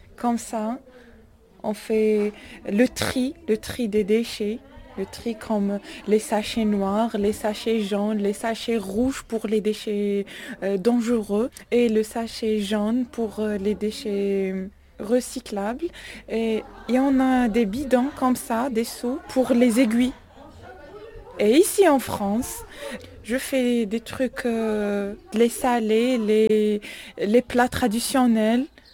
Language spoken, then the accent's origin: French; Algeria; Je suis algérienne, j'ai un diplôme de hygiène et sécurité environnementale. J'ai travaillé pendant 7 ans dans un établissement hospitalier en Algérie